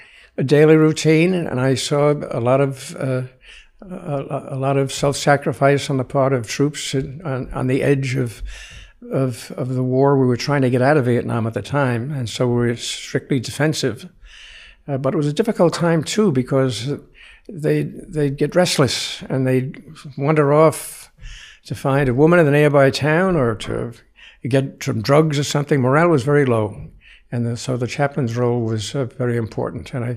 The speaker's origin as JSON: {"language": "English", "town": "New York City", "region": "New York", "country": "United States", "tie": "born or raised there", "said": "I grew up in the Bronx, and everything revolved around the parish."}